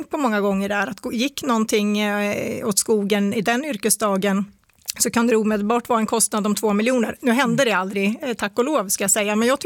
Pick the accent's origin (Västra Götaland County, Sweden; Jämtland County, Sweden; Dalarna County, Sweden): Jämtland County, Sweden; Jag är delvis uppvuxen i Härjedalen. Min familj hade en liten stuga i Tännäs som inte ligger så många mil ifrån Vemdalen.